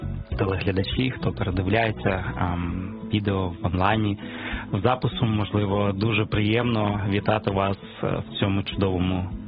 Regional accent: Kyiv, Ukraine; now in Boyarka, Ukraine; Так сталося, що я є коренним киянином, такий собі абориген, але через певні сімейні обставини ми змушені були переїхати з Києва, і от з 91-го року ми вже проживаємо в такому невеличкому, проте досить відомому містечку в Україні, міст Боярка на Київщині

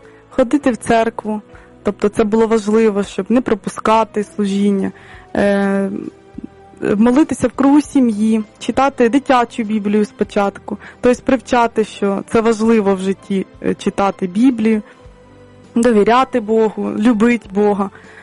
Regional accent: Kyiv, Ukraine; born there; Я народилася в Києві, в християнській сім'ї. Вдячна Богу, що в мене батьки християни

